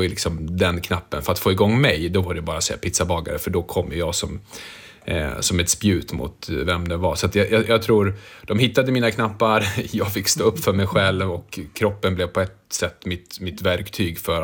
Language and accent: Swedish; Rättvik, Dalarna County, Sweden; also born or lived in Örnsköldsvik; Vi landade in i Rättvik i och med att det var dit vi blev placerade. Mm. Ett litet samhälle.